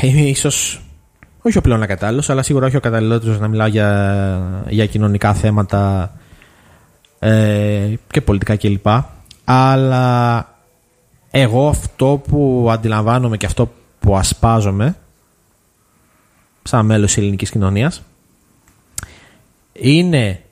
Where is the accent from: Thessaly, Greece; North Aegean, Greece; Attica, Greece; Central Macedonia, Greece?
North Aegean, Greece; Antissa; Κάνε μια ρωτήτσι που λένε στο χωριό μου